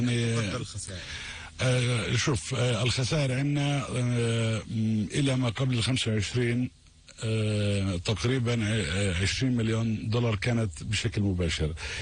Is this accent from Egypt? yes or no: no; Palestine; ونعرف ظروفنا إحنا كفلسطينيين